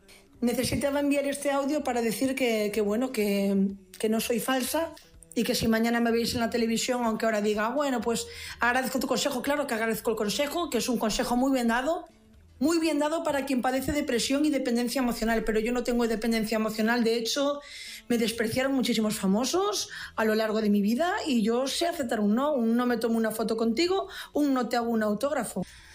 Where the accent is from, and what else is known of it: Marín, Galicia, Spain